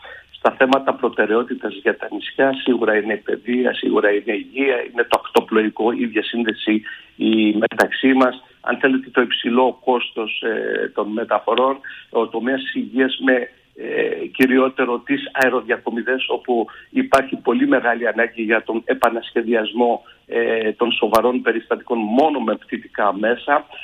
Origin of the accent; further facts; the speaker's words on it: Greece; την οποία και εμείς ως Έλληνες, ως ελληνικά νοικοκυριά